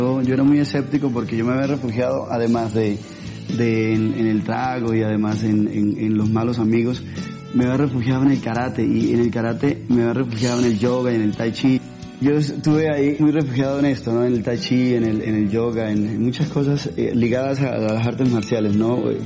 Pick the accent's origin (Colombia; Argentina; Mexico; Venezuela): Colombia; Llanos Orientales; Yo soy un misionero junto con mi esposa y mis hijos. Somos de los Llanos Orientales.